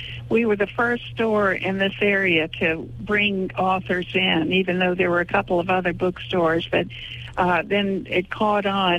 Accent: Richmond, Virginia, United States; born or raised there; now in North Carolina, United States

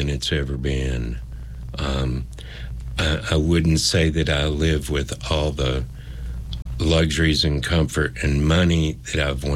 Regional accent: Kingsport, Tennessee, United States; moved away as an adult; I grew up in Kingsport, Tennessee. I left and got a job, went to college and all that for several years, and ended up coming back kind of like a full circle.

